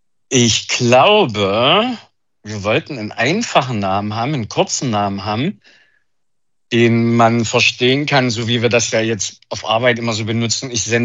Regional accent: Saxony, Germany; Nee, kann ich nicht als Sachse, das geht nicht.

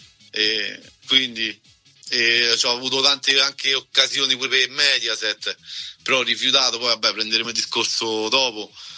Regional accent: Rome, Lazio, Italy; Ciao Eleonora, vengo da Roma

